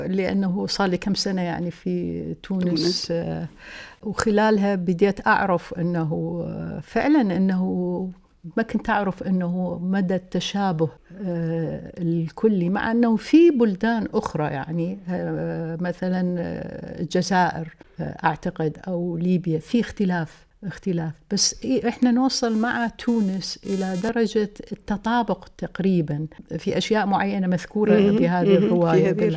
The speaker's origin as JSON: {"language": "Arabic", "country": "Iraq", "said": "عندنا بالعراق"}